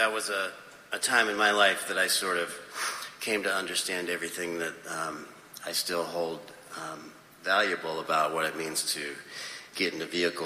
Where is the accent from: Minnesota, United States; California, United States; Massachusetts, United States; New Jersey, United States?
California, United States; I grew up in California